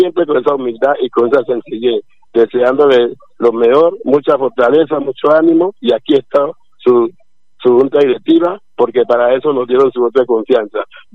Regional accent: Buenaventura, Valle del Cauca, Colombia; Yo viví ese sismo acá en la ciudad de Cali, estoy acá, no he podido viajar, pero ya voy a desplazar para Buenaventura para estar allá, pensando en mi pueblo

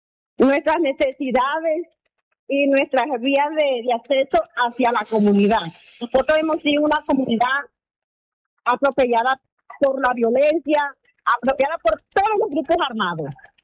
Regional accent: La Guajira, Colombia

